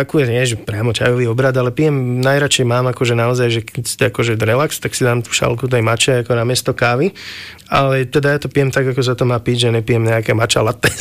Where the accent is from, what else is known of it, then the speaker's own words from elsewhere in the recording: Martin, Žilina Region, Slovakia; som vyrastal v Martine